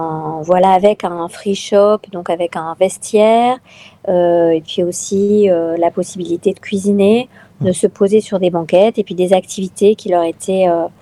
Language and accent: French; Lille, Hauts-de-France, France; je suis lilloise, chercheuse à l'université, et que donc je ne suis pas si loin du littoral franco-britannique